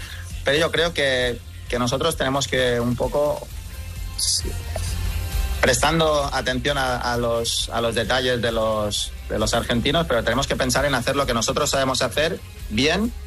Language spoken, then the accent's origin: Spanish; Spain; Y el fútbol es el... como buen español es el deporte rey